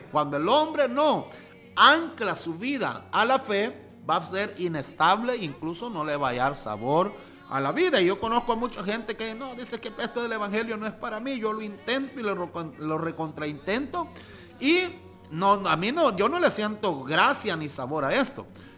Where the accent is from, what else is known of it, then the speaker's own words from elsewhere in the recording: El Salvador; nosotros aquí como somos salvadoreños